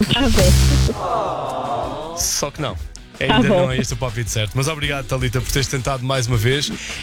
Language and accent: Portuguese; Vila Nova de Gaia, Norte, Portugal; E eu sou de Gaia. E Gaia é a capital do mundo.